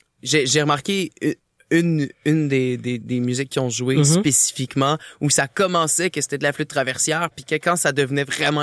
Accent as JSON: {"language": "French", "town": "Lévis", "region": "Quebec", "country": "Canada", "said": "Je viens de Lévis."}